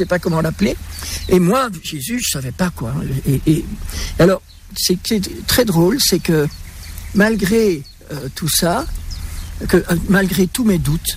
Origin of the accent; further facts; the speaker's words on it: Kinshasa, DR Congo; born there; Donc, je suis né à Kinshasa, au Congo.